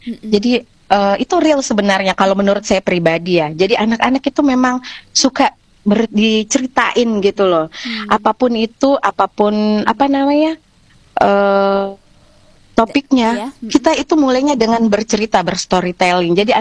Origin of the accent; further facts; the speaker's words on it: Makassar, South Sulawesi, Indonesia; moved away as an adult; now in Lamongan, Indonesia; dulu saya tuh ngajarnya di Makassar. Saya ini kan asli Makassar, cuman dapat suami di Lamongan. Suami saya Pak Kades Besur.